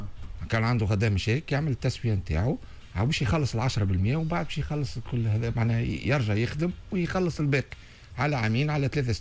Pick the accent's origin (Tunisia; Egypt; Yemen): Tunisia; عندنا في تونس